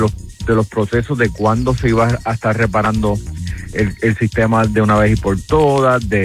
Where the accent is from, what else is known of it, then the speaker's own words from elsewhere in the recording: Camuy, Puerto Rico; de San Juan pueda tener agua y así también como la gente de Bayamón, Vega Alta y por supuesto de mi pueblo de Camuy.